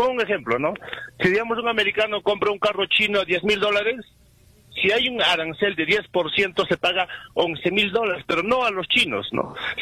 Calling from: Juliaca, Puno, Peru; desde Juliaca.

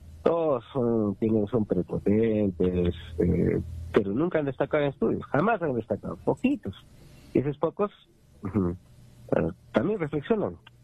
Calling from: Peru

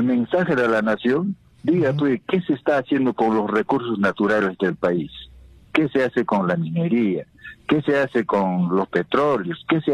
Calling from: Juliaca, Puno, Peru; de acá de Juliaca.

